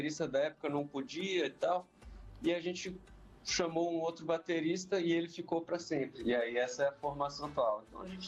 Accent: Taguatinga, Federal District, Brazil; Eu mesmo sou de Taguatinga.

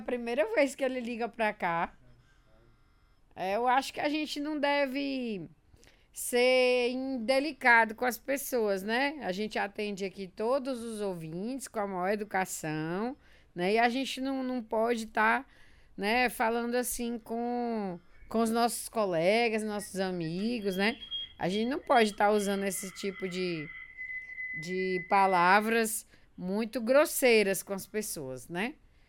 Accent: Fortaleza, Ceará, Brazil; Eu sou de prova, porque eu sou de lá de Fortaleza.

